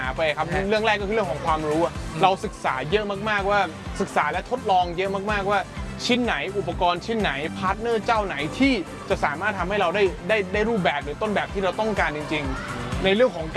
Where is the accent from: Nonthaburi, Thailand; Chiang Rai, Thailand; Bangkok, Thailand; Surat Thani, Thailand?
Surat Thani, Thailand; Ko Samui